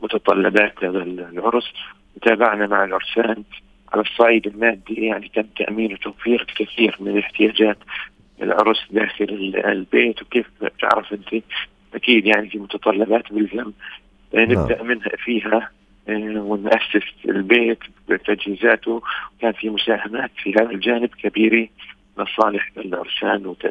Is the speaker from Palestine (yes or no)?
yes; Palestine; إحنا شعب فلسطيني